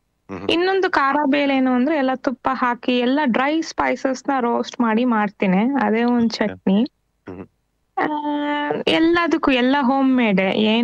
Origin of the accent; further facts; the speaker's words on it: Bangarapet, Karnataka, India; born there; moved away; ಬಂಗಾರಪೇಟ್ ಪಾನಿ ಅನ್ನೋದು ಸಿಗುತ್ತಲ್ಲ, ರೆಗ್ಯುಲರ್ ಪಾನಿ ತರ ಇರೋದಿಲ್ಲ, ನಮ್ಮೂರಿಂದೇ ಸಿಗುತ್ತೆ.